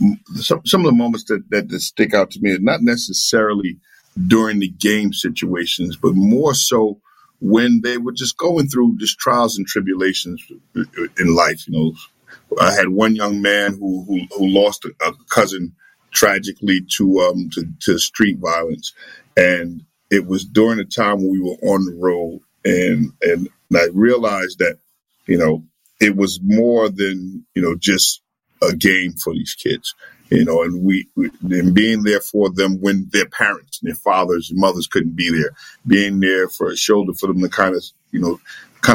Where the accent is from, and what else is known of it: South Bronx, New York, United States; born or raised there